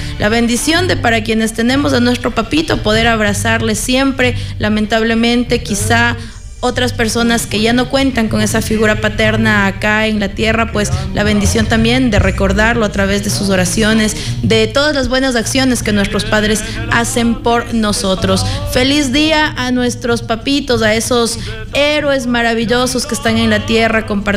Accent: Ecuador; todos como ecuatorianos haciendo fuerza ya por nuestra selección

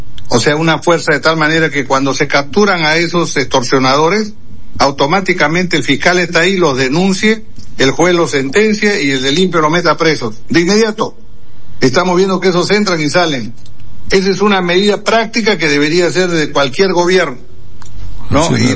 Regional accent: Peru; acá, en el Perú

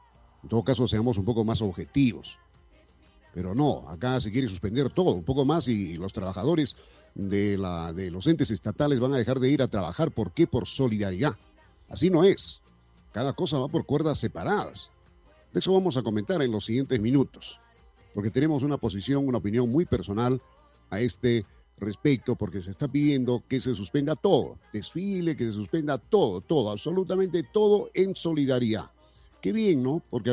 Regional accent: Peru; todos somos peruanos

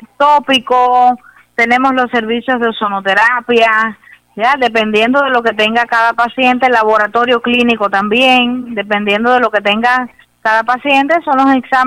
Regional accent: Cuba; moved away; somos varios profesionales cubanos.

